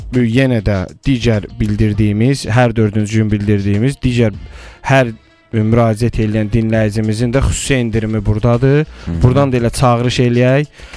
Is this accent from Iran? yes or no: no; Tovuz, Tovuz District, Azerbaijan; Mən də Tovuzluyam